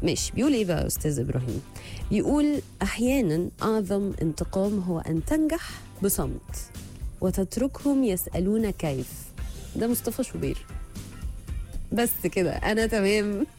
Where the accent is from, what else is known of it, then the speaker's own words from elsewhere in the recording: Egypt; بس كمصريه وكمشجعه وكعادي واحده من الناس الشعب العملاق ده